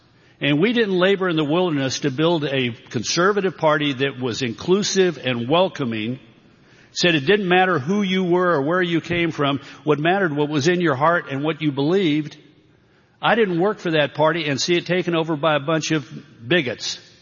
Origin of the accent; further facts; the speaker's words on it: Texas, United States; But by God, I cared about being a Texan.